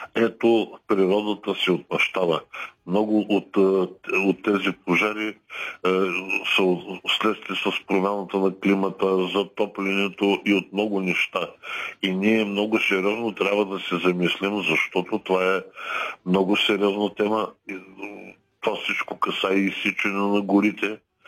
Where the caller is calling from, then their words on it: Haskovo Province, Bulgaria; по моя край е известен с добив на гнайс. След като взеха да добиват гнайс, имаме една река, Армира